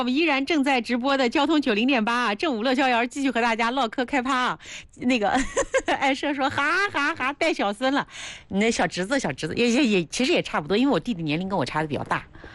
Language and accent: Chinese; Hebei, China; accent: Hebei dialect; 我们河北话土话讲叫醒啊，就叫盖房子